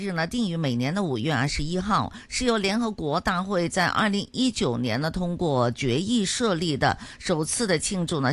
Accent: Chaozhou, Guangdong, China; 我们潮州人

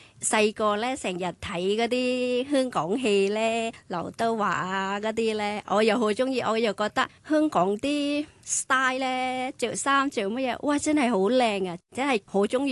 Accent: Chiang Mai, Thailand; Cantonese is a second language; now in Hong Kong; 分别都好大，我哋乡下，因为日头咧都系有卅几度，不过夜晚咧又跌咗廿几度。

